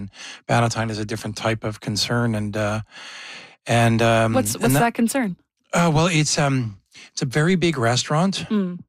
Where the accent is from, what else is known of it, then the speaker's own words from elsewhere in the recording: Fisher Branch, Manitoba, Canada; I'm from Fisher Branch. She's from Lundar. And so we're both from the North Interlake.